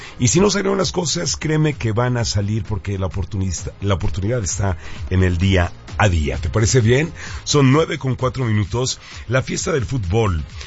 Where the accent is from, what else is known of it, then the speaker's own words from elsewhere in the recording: Mexico; Nosotros como mexicanos fuimos los mejores anfitriones